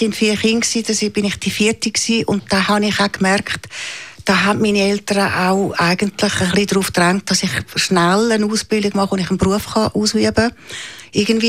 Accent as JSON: {"language": "German", "region": "Zurich", "country": "Switzerland", "tie": "born or raised there", "also_born_or_lived": "Baden / Wettingen", "said": "Ich bin am Zürichberg aufgewachsen. Zuerst in Uitico in Waldeck, dann in Baden."}